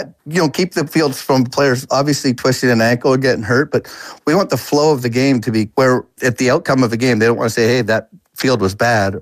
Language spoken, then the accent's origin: English; Canada; I'm an avid fan, and I'm a Canadian, so I'll be cheering for several teams, including Canada.